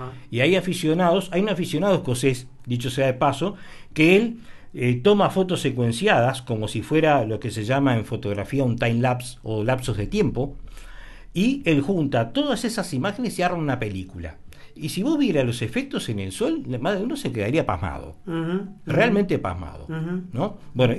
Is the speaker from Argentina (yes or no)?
no; Montevideo, Uruguay; moved away as an adult; also born or lived in Solimar, Uruguay; now in Marindia, Uruguay; Yo soy montevideano de por sí, viví hasta los 46 años en Montevideo, hasta que por razones familiares me mudé a Solimar, aquí en la Costa de Oro